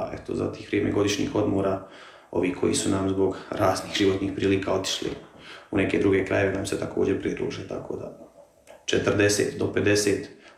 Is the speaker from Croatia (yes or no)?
no; Central Bosnia Canton, Bosnia & Herzegovina; običaj je kod nas u Srednjoj Bosni i šire